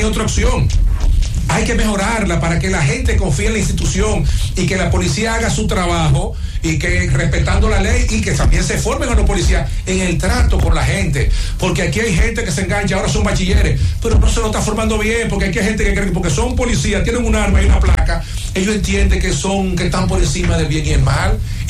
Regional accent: Dominican Republic; y así sucesivamente, somos todos dominicanos.

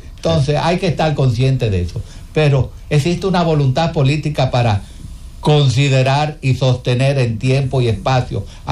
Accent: Dominican Republic

